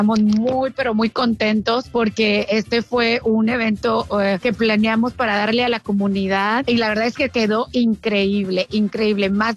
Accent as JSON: {"language": "Spanish", "country": "Mexico", "moved": "yes", "lives_now": "Los Angeles, United States", "said": "somos mexicanos. Yo les decía, ser mexicanos y ser latinos es chingón."}